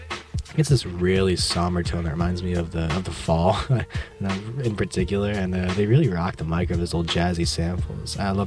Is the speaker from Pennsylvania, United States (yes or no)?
yes; Philadelphia, Pennsylvania, United States; now in Santa Barbara, United States; my hometown, Philadelphia